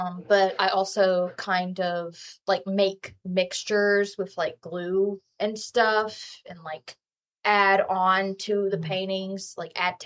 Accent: Talladega, Alabama, United States; Yeah, I'm from Talladega.

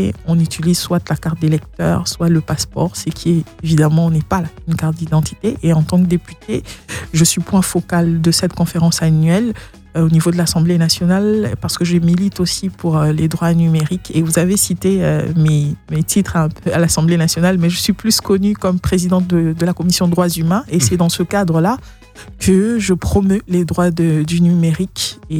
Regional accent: Kinshasa, DR Congo; born there; Et mon fief, c'est Bandal. Tout à l'heure, vous avez mis, j'ai entendu la chanson de … donc c'est un grand frère qui m'a vu naître dans le même quartier.

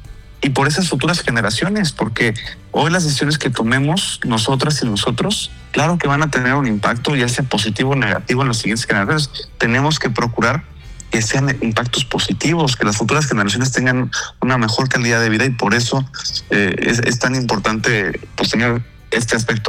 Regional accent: Quintana Roo, Mexico; yo nací y crecí en Quintana Roo. Aquí estoy formando mi familia.

